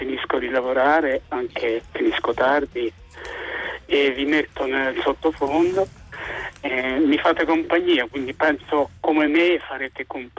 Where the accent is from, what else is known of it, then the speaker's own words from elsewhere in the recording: Rome, Lazio, Italy; Poi, come romano, ovviamente la Roma è la squadra, perché la Lazio è un po' vaga come concetto.